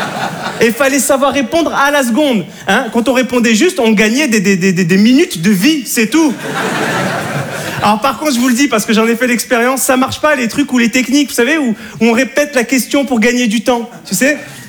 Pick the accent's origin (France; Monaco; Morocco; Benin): Monaco; Monte Carlo; Et je suis de Monaco, Monte Carlo. Voilà. Le rocher, le prince, les princesses, hein, le Grand Prix de Monaco, les Arabes. Non, je suis l'arabe de Monaco.